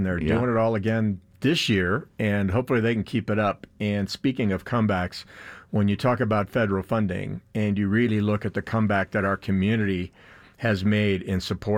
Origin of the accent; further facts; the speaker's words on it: Denver, Colorado, United States; And, you know, going back as a young man growing up in Denver, my uncle actually was a jazz pianist and introduced me to jazz when I was just a little boy, about 5 years old.